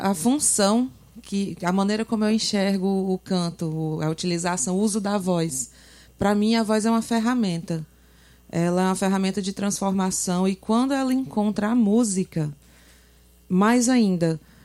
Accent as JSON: {"language": "Portuguese", "region": "Bahia", "country": "Brazil", "said": "Sou baiana do extremo sul, ali pertinho já do sudeste, né?"}